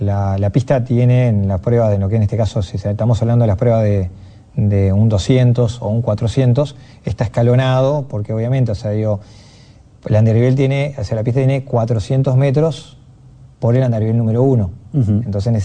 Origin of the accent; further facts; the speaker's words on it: Salto, Uruguay; born there; también dijeron que no querían poner a mi nombre porque yo soy nacido en Salto.